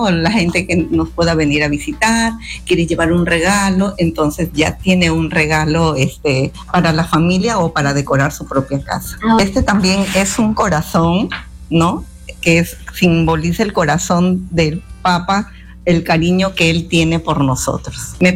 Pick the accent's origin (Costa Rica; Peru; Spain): Peru; Chiclayo, Lambayeque; nuestro cariño de Chiclayo hacia él